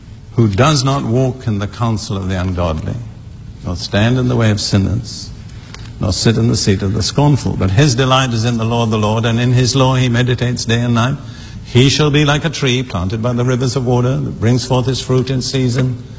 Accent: United Kingdom; I'm British, and British prone to be critical.

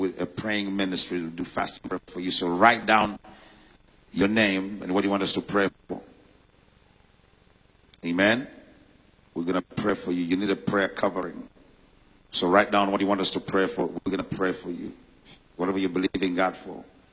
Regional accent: Uganda; I'm from Uganda. I was born and raised in Uganda, Africa.

